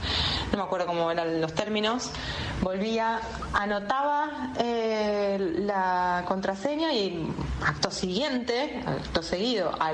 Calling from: Buenos Aires, Argentina; de Floresta.

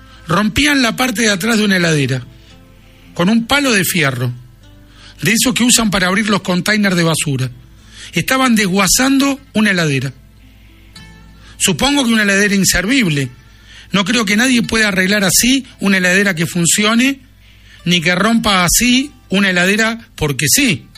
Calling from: Buenos Aires, Argentina; de Boedo. Vivo en un PH, subiendo una escalera.

